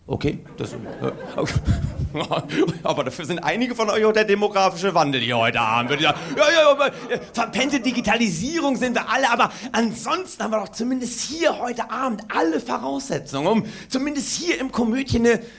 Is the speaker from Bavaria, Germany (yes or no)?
no; Berlin, Germany; Ja, das ist für mich als Berliner wirklich in diesem Jahr keine Selbstverständ